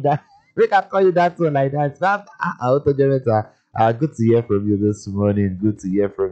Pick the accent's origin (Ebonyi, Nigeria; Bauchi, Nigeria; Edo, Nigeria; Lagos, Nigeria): Lagos, Nigeria; Yaba; Yes, so now we're both from Yaba.